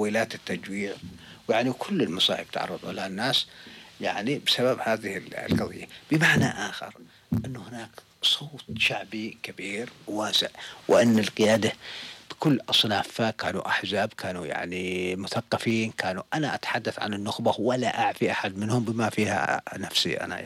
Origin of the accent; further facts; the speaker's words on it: Yemen; نحن وجها لوجه مع إيران كيمنيين.